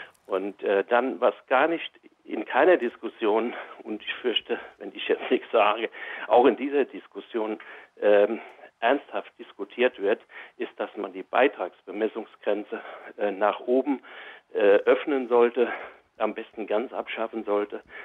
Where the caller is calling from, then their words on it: Taunusstein, Hesse, Germany; Ja, hallo Frau Krüger, ich bin aus Taunusstein.